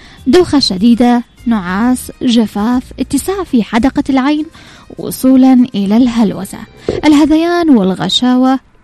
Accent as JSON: {"language": "Arabic", "country": "Yemen", "said": "نتفخر بها كيمنيين."}